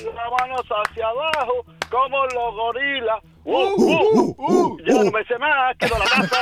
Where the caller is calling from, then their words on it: Granada, Andalusia, Spain; Pues desde Granada, capital.